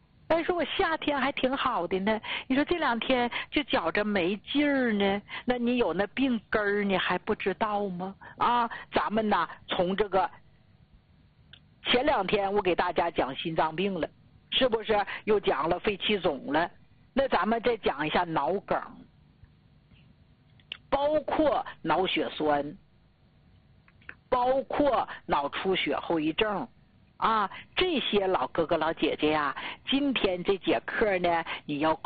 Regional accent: Northeast China, China

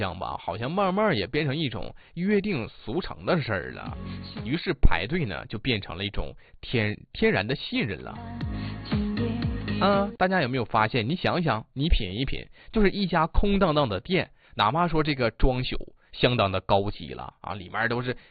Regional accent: Northeast China, China; accent: Northeastern Mandarin; 咱们东北话讲叫什么？叫随大溜啊。

